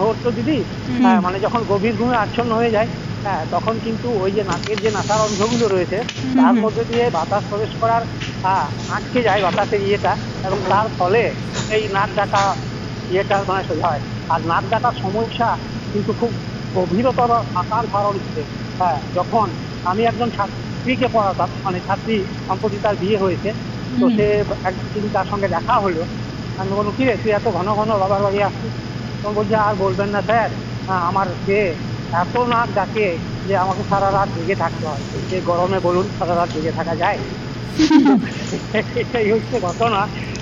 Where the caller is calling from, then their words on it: Jubrajpur, West Bengal, India; হ্যাঁ আমি পশ্চিমবঙ্গের বীরভূম জেলার যুবরাজপুর থেকে … কথা বলছি।